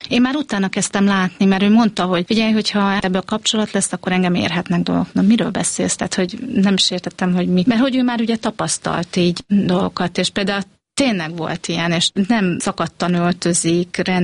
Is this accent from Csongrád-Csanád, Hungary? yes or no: yes; Szeged, Csongrád-Csanád, Hungary; born there; Igen, hát én Szegeden születtem